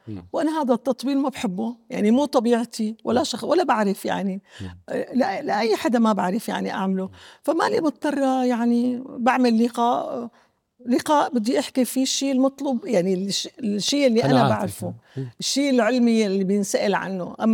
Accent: Syria; رجعت الفرحه لقلبنا انه نحن سوريين

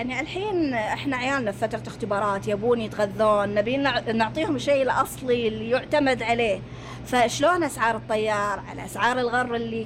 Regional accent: Saudi Arabia; طبعا احنا كسعوديين

